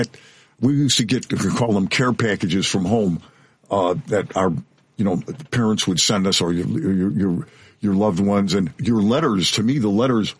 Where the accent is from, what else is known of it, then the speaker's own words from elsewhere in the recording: Bridgeport, Connecticut, United States; And I remember as a kid growing up in Bridgeport